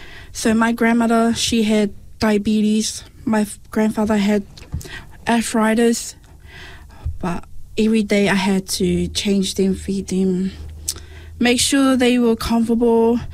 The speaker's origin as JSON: {"language": "English", "region": "Auckland", "country": "New Zealand", "tie": "born or raised there", "said": "I was born and raised in Otara, South Auckland"}